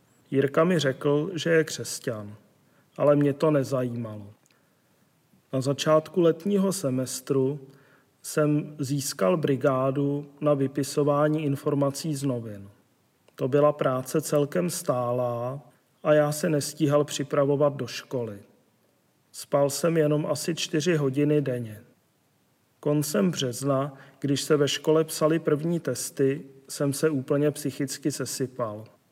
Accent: Prague, Czechia; Je mi 49 let a celý život bydlím v Praze.

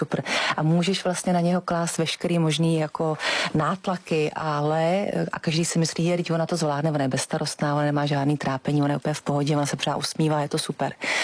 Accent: Votice, Central Bohemian Region, Czechia; já pocházím z Votic, což je vlastně u Benešova asi 6000 městečko.

